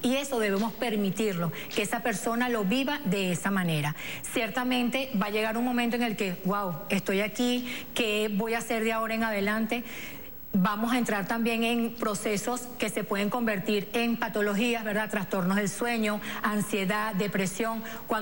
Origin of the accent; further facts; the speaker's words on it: Venezuela; nosotros los venezolanos